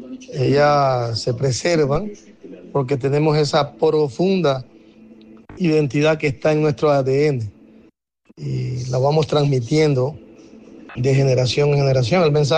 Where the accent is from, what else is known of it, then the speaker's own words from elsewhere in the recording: Manabí, Ecuador; en la parte de lo que somos, los manabitas.